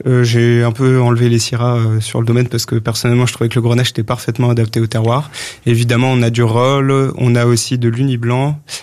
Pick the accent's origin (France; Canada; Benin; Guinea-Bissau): France; Grand Est; moved away as an adult; now in Provence, France; je suis originaire d'Alsace